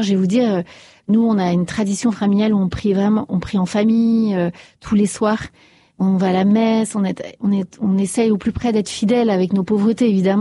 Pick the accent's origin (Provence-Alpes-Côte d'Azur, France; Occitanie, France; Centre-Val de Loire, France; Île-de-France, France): Île-de-France, France; Paris